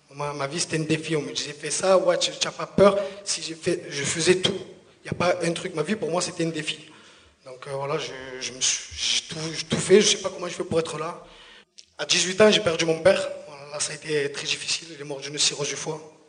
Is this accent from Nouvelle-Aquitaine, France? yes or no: no; Marseille, Provence-Alpes-Côte d'Azur, France; born there; also born or lived in Fos-sur-Mer / Port-de-Bouc; Je suis né à Marseille, dans les quartiers nord, dans les quartiers très difficiles.